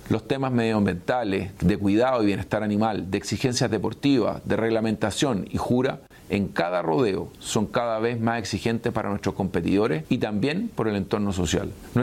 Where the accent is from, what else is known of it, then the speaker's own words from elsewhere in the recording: Chile; como chilenos y guasos